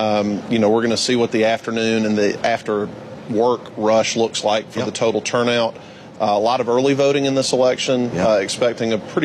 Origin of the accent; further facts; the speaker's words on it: Columbus, Georgia, United States; My hometown of Columbus, Georgia, is about 90 miles southwest of here.